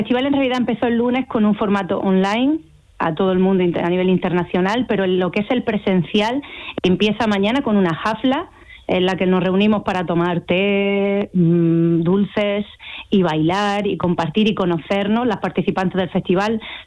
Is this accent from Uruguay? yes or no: no; Almería, Andalusia, Spain; yo soy de Almería, nací en el Alquián, soy de la tierra